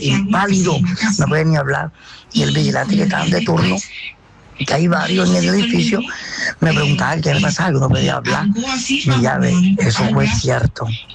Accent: Barranquilla, Atlántico, Colombia; now in Cartagena, Colombia; desde acá de Cartagena, soy barranquillero, vivo acá en Cartagena.

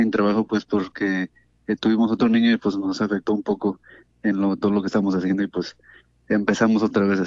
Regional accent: Jalisco, Mexico; now in Santa Ana, United States

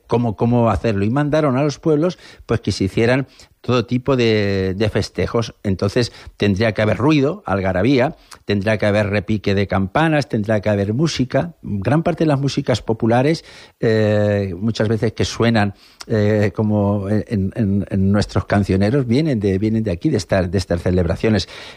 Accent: Tarazona, Aragon, Spain; Por ejemplo, en Tarazona, mi pueblo, el alcalde se ve que era muy conservador y no leyó la Constitución

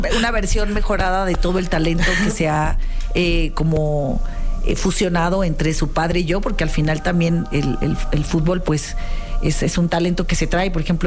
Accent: Mexico; y soy mexicana, cabrón.

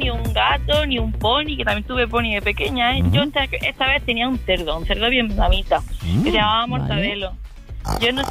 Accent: Andalusia, Spain; nos fuimos a una finca ahí en mitad de los invernaderos, que soy de Almería, nos fuimos ahí en mitad de los invernaderos a buscarlo.

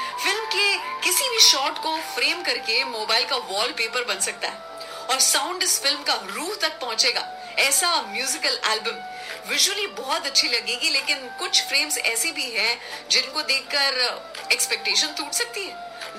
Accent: Ahmedabad, Gujarat, India; और जैसे कि आप जानते हैं मैं गुजरात से हूँ, अहमदाबाद से, और यहाँ उठते ही हर इंसान सबसे पहले गुड मॉर्निंग नहीं जय श्री कृष्ण कहता है एक दूसरे को.

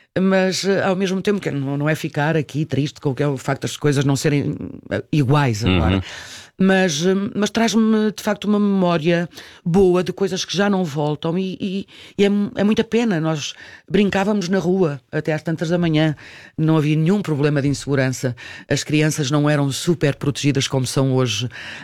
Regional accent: Lisbon, Portugal; moved away as an adult; já não morando no bairro, porque eu saí de lá com 19 anos, quando tinha alguma coisa a fazer por ali perto, eu ia sempre à Travessa do Livramento, que foi onde eu cresci.

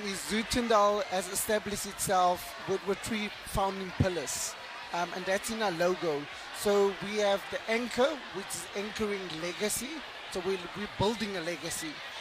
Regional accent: South Africa; as South African producers

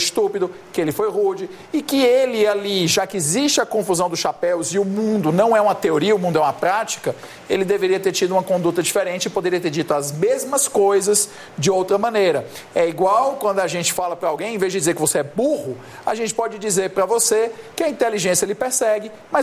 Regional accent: Ceará, Brazil; na minha terra diz assim, colocou um foguete para mim. No Ceará a gente fala assim, colocou um foguete para mim.

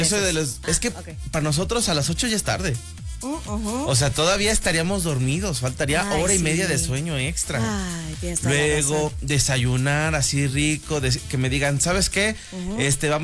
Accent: Mexico City, Mexico; Se me sale yucateco. Yo soy chilango. ¿Por qué hablaría yucateco?

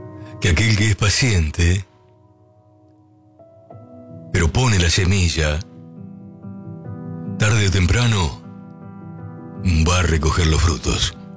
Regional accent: Argentina

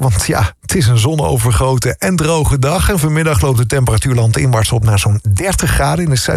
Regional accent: Netherlands

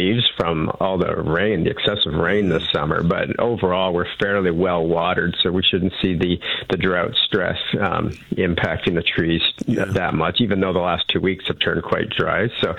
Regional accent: Vineland, Ontario, Canada; Yeah, I mean, I grew up in Vineland. I'm quite familiar with that contrast, north versus south across the Niagara region.

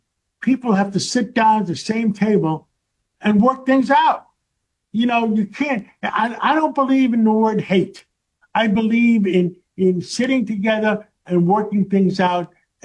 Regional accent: New York, United States; I grew up in Harlem on 135th Street, between Broadway and Amsterdam Avenue by City College, by Lewisohn Stadium up there. I went to PS 192, 137th Street. And in those days, we walked through Harlem all the time.

